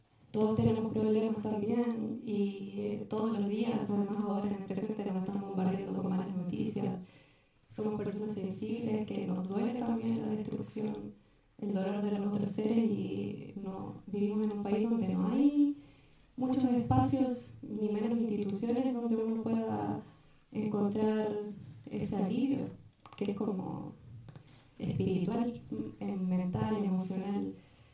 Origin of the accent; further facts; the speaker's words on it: Coquimbo, Chile; Yo soy del norte, del Valle de Elqui, del seminario, donde también hace poquito mencionó las problemáticas que hay en todos los territorios.